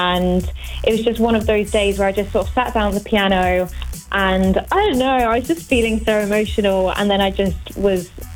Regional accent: Kettering, East Midlands, United Kingdom; Born and bred in Kettering. I think Kettering's a colourful place, you know. Loads of little like music bars and things going on

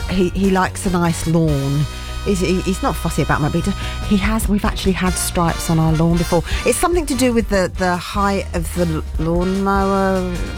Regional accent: England, United Kingdom; because we are quintessentially English.

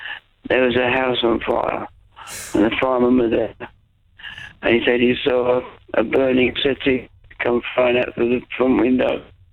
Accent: Gillingham, South East England, United Kingdom; Well, I'm from Gillingham in Kent, and my father grew up in Gillingham. And Gillingham is very near to Chatham Dockyard.

